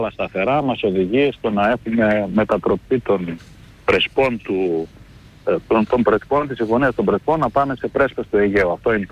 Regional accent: Kastoria, Western Macedonia, Greece; Δηλαδή εγώ είμαι Καστοριανός, είμαι Μακεδόνας Έλληνας.

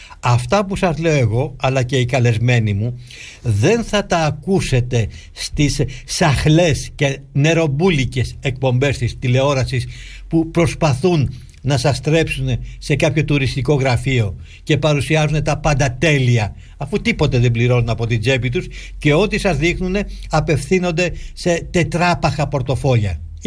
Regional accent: Greece; είμαι Έλληνας αξιωματικός

